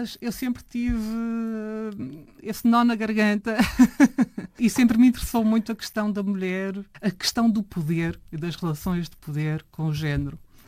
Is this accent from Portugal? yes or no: yes; Felgueiras, Norte, Portugal; moved away; Eu cresci no Norte, não é? Em Felgueiras. Gosto muito da minha cidade